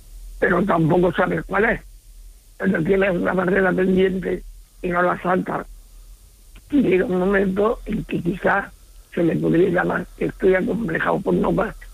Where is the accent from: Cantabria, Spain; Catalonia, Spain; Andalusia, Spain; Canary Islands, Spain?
Andalusia, Spain; Córdoba; now in Alicante, Spain; Estoy en Alicante, pero soy cordobés.